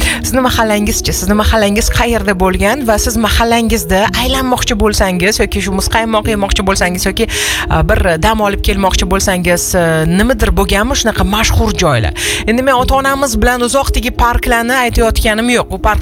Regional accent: Tashkent, Uzbekistan; biz ham o'sha hovlilarda tug'ilganmiz. Shu hovlida tug'ilib, katta bo'lib, keyin esa uchirma bo'lganmiz shu hovlilardan. Va bizni Shofayz mahallada biz aylangani boradigan yoki chiqadigan joylarimiz yo ko'kchaga chiqardik

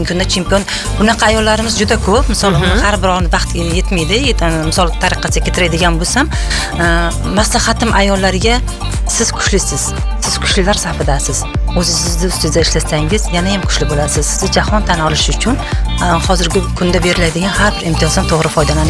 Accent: Denov district, Surxondaryo Region, Uzbekistan; now in Tashkent, Uzbekistan; men ham Surxondaryo viloyatining Dino tumanidagi nima deysam, oddiy qishloqdan chiqqanman, lekin ziyoli oilasida tug'ilganman.

